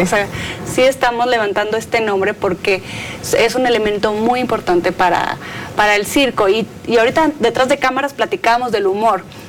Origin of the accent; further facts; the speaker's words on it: Monterrey, Nuevo León, Mexico; Mexa, de Monterrey.